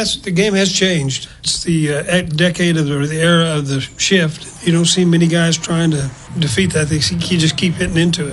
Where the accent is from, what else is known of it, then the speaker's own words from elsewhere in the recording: Texas, United States; coming from Texas, growing up in the Texas Panhandle, and going to a small school in Oklahoma